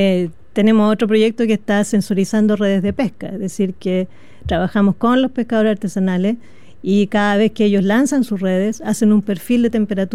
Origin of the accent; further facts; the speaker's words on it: Chile; Somos un país de Valle Central